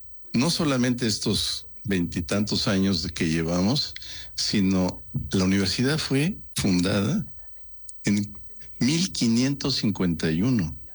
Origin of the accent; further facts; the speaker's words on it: Mexico; Somos todos mexicanos